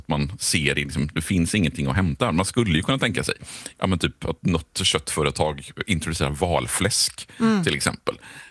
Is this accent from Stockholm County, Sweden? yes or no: no; Gothenburg, Västra Götaland County, Sweden; i min hemstad Göteborg så vill man ju gärna skoja till det lite. Vi är ju kända för vårt vitsande